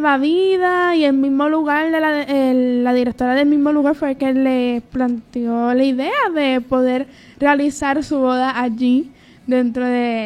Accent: Puerto Rico; Yo en este tiempo yo soy universal, no me considero tan puertorriqueña. Considero brasileña, de Portugal, Argentina, estoy de todos esos lugares menos Puerto Rico. Así que ahorita soy de Portugal

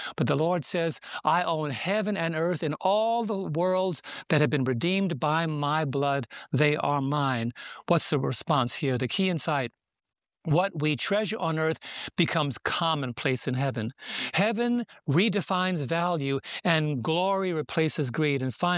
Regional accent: New York City, New York, United States; And I've seen some cities. I'm from New York City.

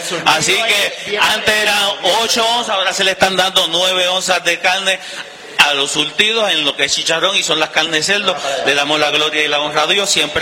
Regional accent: Aguada, Puerto Rico; now in Moca, Puerto Rico; yo soy natural de Aguada

